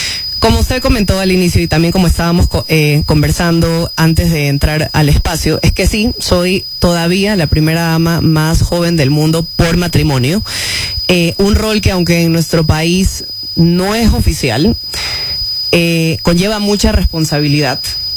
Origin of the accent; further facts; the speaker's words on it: Galápagos, Ecuador; also born or lived in Chone; Bueno, nací en Chone, de ahí estuve tal vez hasta un par de meses, hasta el año tal vez, y de ahí me fui a vivir a Galápagos.